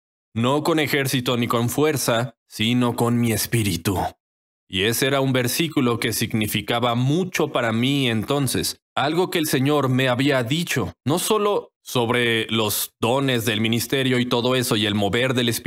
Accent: South Africa; soy de Sudáfrica, así que solo asistía en línea.

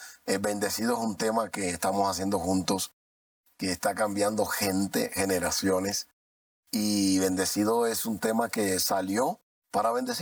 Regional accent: Cuba; hay una realidad y es que el país de donde yo soy, que es Cuba, eso es una tradición.

